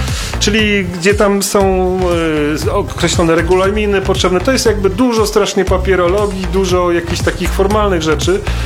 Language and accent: Polish; Tuchola, Kuyavian-Pomeranian Voivodeship, Poland; Ja osobiście pochodzę z Tucholi w Borach Tucholskich, też bardzo malowniczego miejsca.